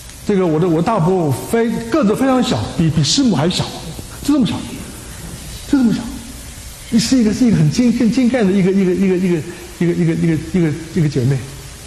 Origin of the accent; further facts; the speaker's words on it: Taiwan; 我们在台湾信主